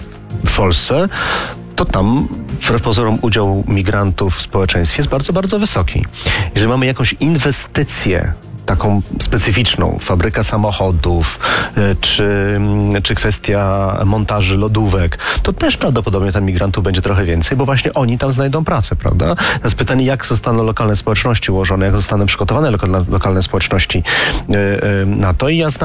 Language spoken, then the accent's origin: Polish; Warsaw, Masovian Voivodeship, Poland; jeżeli rozmawiamy w Warszawie, obydwa jesteśmy z Warszawy